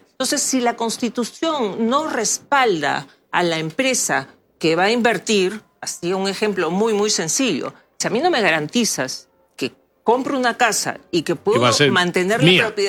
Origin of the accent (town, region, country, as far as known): Peru